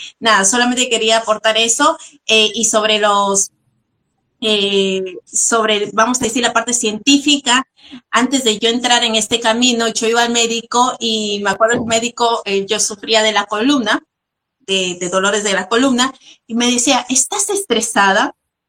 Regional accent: Peru

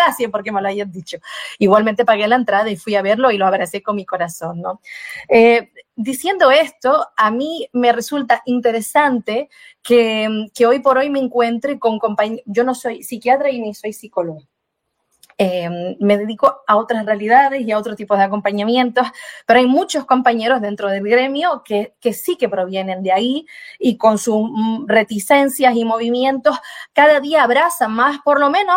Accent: Brazil

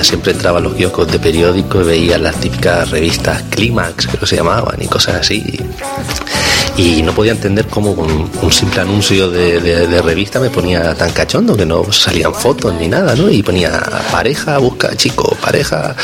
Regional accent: Canary Islands, Spain; now in Barcelona, Spain; yo vengo de las Islas Canarias

